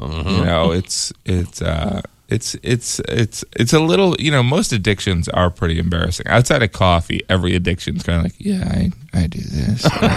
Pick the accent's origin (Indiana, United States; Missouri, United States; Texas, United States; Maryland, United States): Indiana, United States; I used to dip when I was growing up. I'm from Indiana